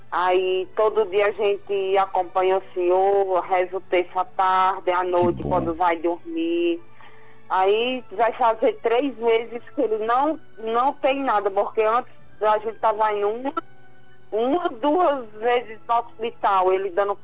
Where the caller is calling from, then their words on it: Recanto das Emas, Federal District, Brazil; Recanto das Emas, Distrito Federal.